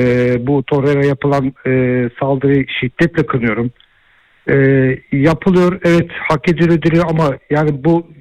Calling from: İzmir, Turkey

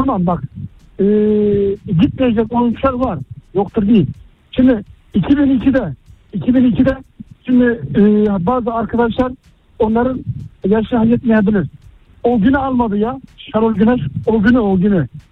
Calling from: Istanbul, Turkey; Esenler'den arıyorum.

